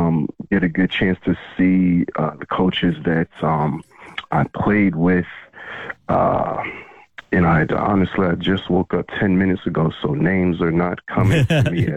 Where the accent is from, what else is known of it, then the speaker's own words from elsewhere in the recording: New Jersey, United States; also born or lived in Kennesaw, Georgia; You know, I grew up in Jersey. I spent my first couple of years of high school in Georgia. And so I was at a school called Harrison High School down in Kennesaw, Georgia.